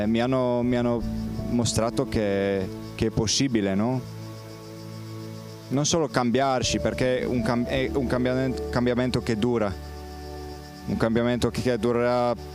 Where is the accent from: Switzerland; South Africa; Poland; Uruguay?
Poland; Italian is a second language; moved away as an adult; now in Italy; vengo da Polonia.